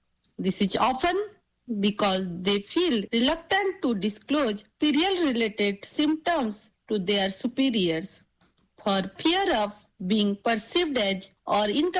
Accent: India; from India.

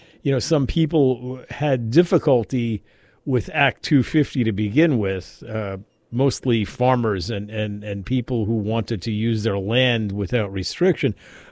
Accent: Bayonne, New Jersey, United States; Well, I'm actually Bayonne. I went to school in Jersey City

